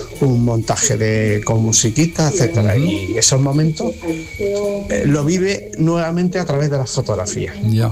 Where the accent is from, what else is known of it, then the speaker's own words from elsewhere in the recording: Chiclana, Andalusia, Spain; Hoy con el aula abierta de Sevilla, de Santi Ponce, que pertenezco, aunque soy de Chiclana, pues estoy en el aula